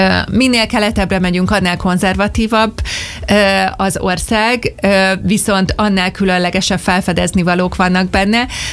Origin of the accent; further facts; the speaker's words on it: Hungary; magyarként